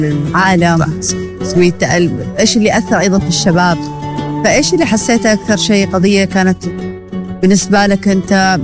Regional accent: Oman; أعتقد اليوم كونك عماني أيضا متواجد في هذا المؤتمر

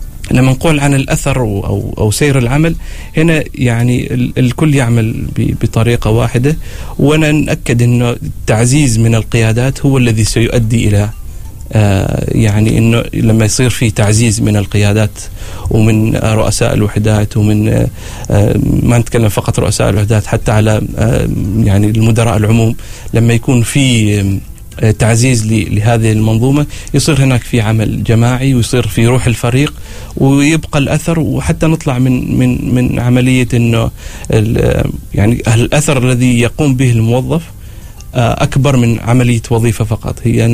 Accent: Oman; إنه نحن فعلا في السمت واضح عندنا في عمان

